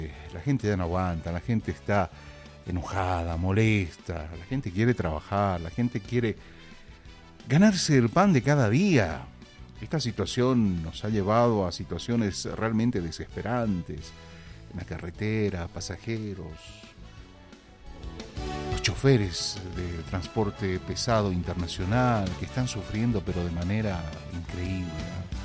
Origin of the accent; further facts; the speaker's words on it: Bolivia; acá todos somos los bolivianos